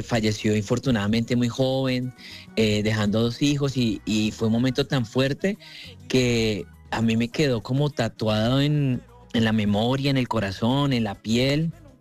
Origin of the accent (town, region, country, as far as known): Colombia